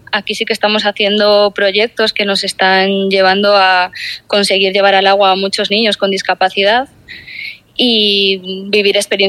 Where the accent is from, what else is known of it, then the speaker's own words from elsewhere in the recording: Galicia, Spain; now in Vigo, Spain; No, soy de aquí. Sí, yo vivo en Vigo, pero bueno, mi familia es de Nigrán.